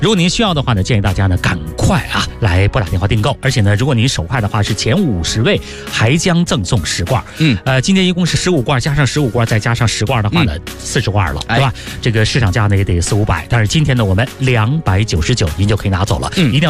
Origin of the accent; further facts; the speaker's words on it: Beijing, China; 我们北京人